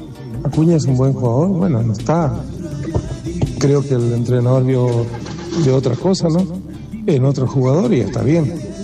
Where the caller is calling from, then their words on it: Oberá, Misiones, Argentina; de Operar Misiones